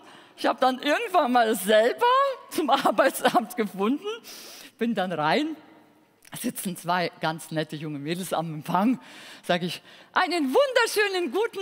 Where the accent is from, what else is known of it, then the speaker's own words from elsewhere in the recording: Kazakhstan; now in Germany; Und zwar, ich komme ursprünglich aus Kasachstan. Wir haben damals in unserer Familie wirklich sehr, sehr viel Deutsch gesprochen.